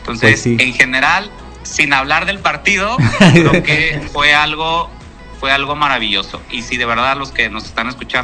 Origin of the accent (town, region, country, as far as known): Mexico